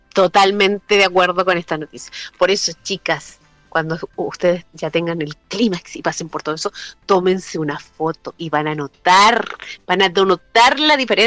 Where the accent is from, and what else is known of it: Chile